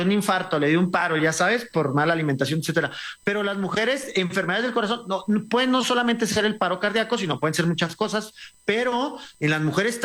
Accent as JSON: {"language": "Spanish", "country": "Mexico"}